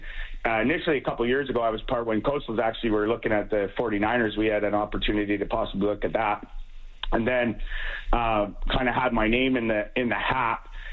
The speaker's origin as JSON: {"language": "English", "country": "Canada", "said": "as a Canadian owner, that this is kind of Canada's team going forward"}